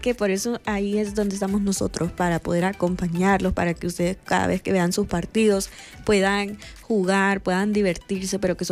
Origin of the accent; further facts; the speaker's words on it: El Salvador; podemos apoyar a la afición como buenos salvadoreños